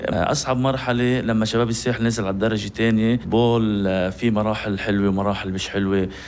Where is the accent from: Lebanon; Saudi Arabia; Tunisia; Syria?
Lebanon; Kfar Kila, Nabatieh Governorate; moved away; أنا ضيعتي كفركلة. بحب دايما نجيب سيرة الضيعة